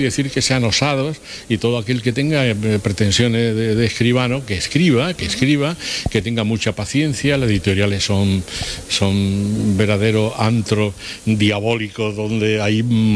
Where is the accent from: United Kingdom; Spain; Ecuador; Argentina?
Spain; Úbeda, Andalusia; los que somos de Úbeda no sé lo que nos pasa. Tenemos una raíz muy fuerte.